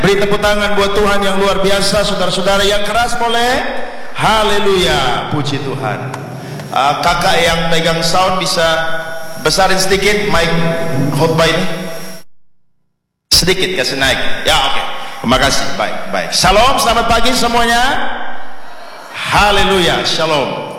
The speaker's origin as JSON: {"language": "Indonesian", "town": "Kupang", "region": "East Nusa Tenggara", "country": "Indonesia", "tie": "born or raised there", "also_born_or_lived": "Rote", "said": "Saya orang Rote asli. Saya punya bapa dari Nemrala, saya punya mama dari Dengka Oelaba. Jadi saya asli orang Rote, tapi lahir besar di Kupang."}